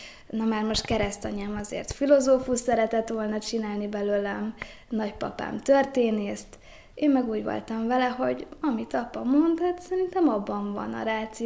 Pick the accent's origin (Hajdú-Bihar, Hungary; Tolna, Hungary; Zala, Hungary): Hajdú-Bihar, Hungary; Debrecen; moved away as an adult; A gyermekkorom kiinduló pontja Debrecenben kezdődött, debreceni lány vagyok. Ott egy katolikus iskolában jártam, a Svetícsben, ami megacélozta az én hitemet